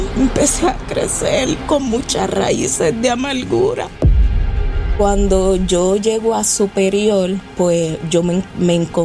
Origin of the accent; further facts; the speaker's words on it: Trujillo Alto, Puerto Rico; also born or lived in Carolina; now in Canóvanas, Puerto Rico; pues nací en Carolina, me crié en Trujillo Alto, entonces ahora pues actualmente vivo en Canóvanas